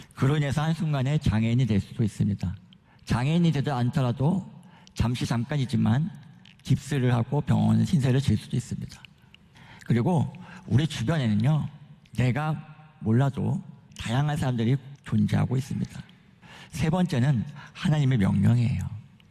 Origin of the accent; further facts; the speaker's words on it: Uijeongbu, Gyeonggi Province, South Korea; moved away as an adult; now in Busan, South Korea; 제가 장애인 교회를 의정부에 있을 때 7년 섬겼거든요. 제가 고향이 경기도 의정부입니다. 지금 혼자 이제 부산 내려와 살고 있는데